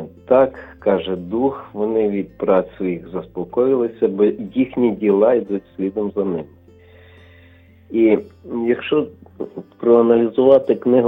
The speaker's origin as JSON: {"language": "Ukrainian", "town": "Lviv", "region": "Lviv Oblast", "country": "Ukraine", "said": "я зі Львова."}